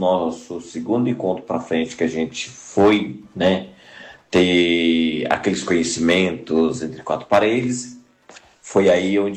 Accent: Fortaleza, Ceará, Brazil; now in Blumenau, Brazil; Eu morava em Fortaleza ainda, minha terra

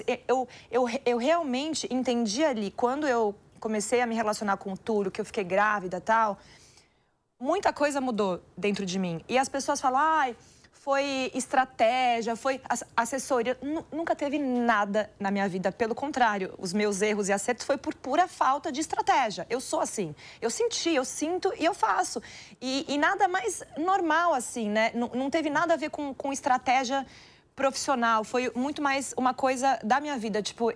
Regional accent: Salvador, Bahia, Brazil; Eu sou baiana, né? Nasci em Salvador.

